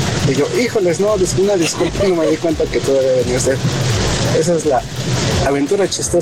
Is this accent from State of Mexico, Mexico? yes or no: yes; San Mateo Atenco, State of Mexico, Mexico; Soy del barrio de San Luquitas, San Mateo Atenco.